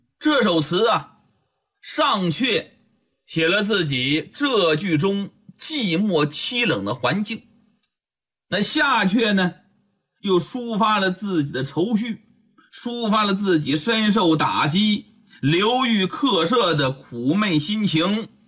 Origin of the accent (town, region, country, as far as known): China